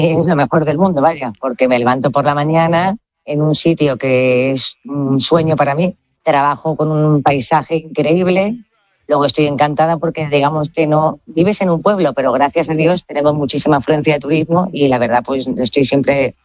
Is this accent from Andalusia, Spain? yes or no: yes; Marbella, Andalusia, Spain; Y dije, yo que vengo de Marbella, que hay un kiosco en cada esquina